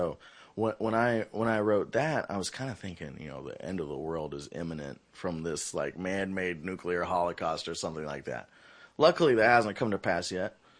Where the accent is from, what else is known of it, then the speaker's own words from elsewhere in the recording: Nashville, Tennessee, United States; So we're kind of from the Murfreesboro, Nashville area, I played lead guitar for … once upon a time